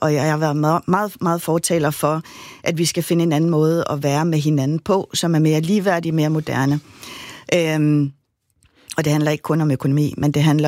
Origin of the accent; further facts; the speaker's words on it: Greenland; Fordi jeg var bare vokset op i hele min barndom og hele min ungdom i Grønland med, at Danmark kan vi ikke lide-agtigt.